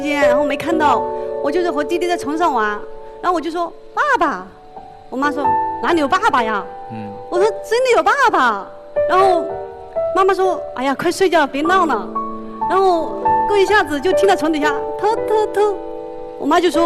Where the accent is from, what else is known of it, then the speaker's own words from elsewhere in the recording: Guizhou, China; 我来自于贵州的山区里面，我现在是一名美甲师。